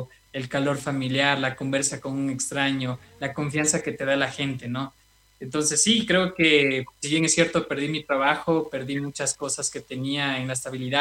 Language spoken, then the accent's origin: Spanish; Ecuador; moved away as an adult; now in Bolivia; salí de mi Ecuador del alma, después pasé por el Perú y ahora Bolivia.